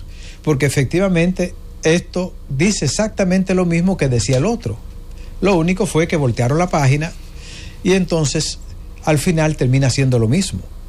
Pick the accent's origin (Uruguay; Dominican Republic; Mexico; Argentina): Dominican Republic